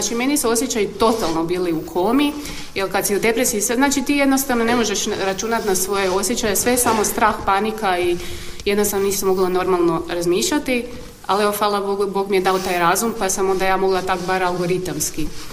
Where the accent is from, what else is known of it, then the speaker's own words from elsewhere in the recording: Federation of Bosnia and Herzegovina, Bosnia & Herzegovina; I sad idem ja tamo, to je moj rodni kraj